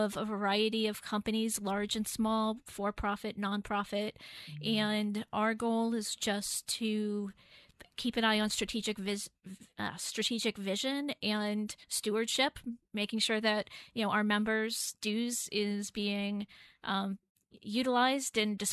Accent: Londonderry, New Hampshire, United States; I grew up in Londonderry.

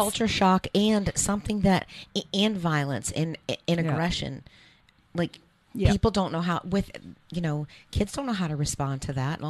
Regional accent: Virginia, United States; I grew up in Virginia, you know, in the 70s, and we lived in a very small town.

